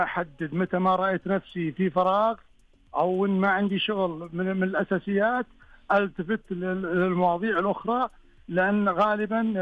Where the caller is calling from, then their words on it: Al-Kharj, Riyadh Province, Saudi Arabia; من محافظة الخرج.